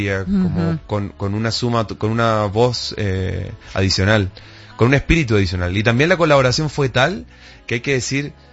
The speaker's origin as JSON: {"language": "Spanish", "town": "Santiago", "region": "Santiago Metropolitan Region", "country": "Chile", "said": "Entonces yo siempre tendría que decir, o lo más probable es que diga, vengo de Santiago de Chile."}